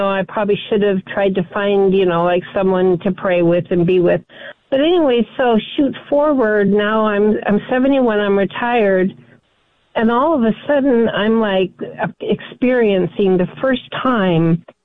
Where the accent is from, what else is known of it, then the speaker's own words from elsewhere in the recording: Seattle, Washington, United States; I'm 71 years old. I was raised in Seattle